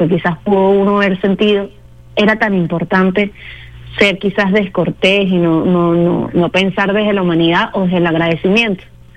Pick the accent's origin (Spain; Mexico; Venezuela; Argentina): Venezuela; que han tenido un momento en medio de sus compromisos para enviarnos un mensaje como venezolanos